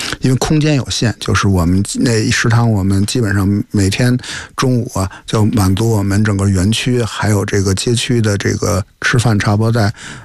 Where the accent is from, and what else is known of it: northern China, China